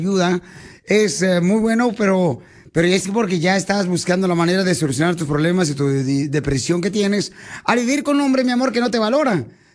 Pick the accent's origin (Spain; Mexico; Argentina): Mexico; Michoacán; No, soy de Michoacán.